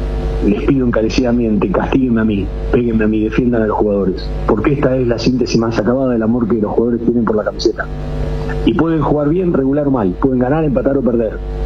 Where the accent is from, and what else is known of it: Argentina